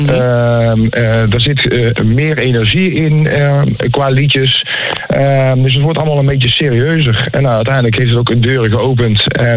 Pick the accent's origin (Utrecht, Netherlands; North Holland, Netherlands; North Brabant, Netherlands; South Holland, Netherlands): North Brabant, Netherlands; Volgend jaar 20 jaar muzikant. Dus alweer bijna een jubileum om te vieren. Uit het altijd gezellige Brabant.